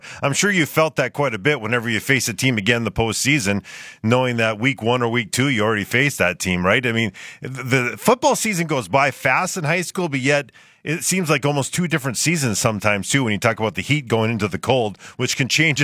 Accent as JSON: {"language": "English", "town": "Barnesville", "region": "Minnesota", "country": "United States", "said": "I'm from Barnesville. It's kind of that 30-mile-an-hour radius bedroom community, so you've seen growth there."}